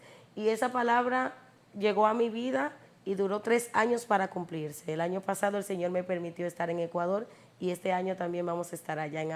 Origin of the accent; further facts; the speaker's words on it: Puerto Plata, Dominican Republic; now in Santo Domingo, Dominican Republic; soy de Puerto Plata, pero actualmente resido aquí en Santo Domingo.